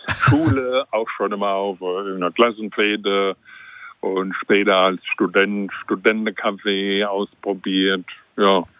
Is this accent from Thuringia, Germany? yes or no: no; Bad Homburg, Hesse, Germany; aus Hessen, ursprünglich aus der Nähe von Frankfurt. Vielleicht kennt jemand Bad Homburg, da bin ich groß geworden in der Ecke.